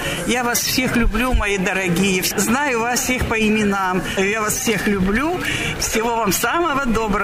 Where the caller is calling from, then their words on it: Luga District, Leningrad Oblast, Russia; я ваша постоянная слушательница, живущая в Ленинградской области, Лужский район. Я бываю там, живу на даче 5 месяцев.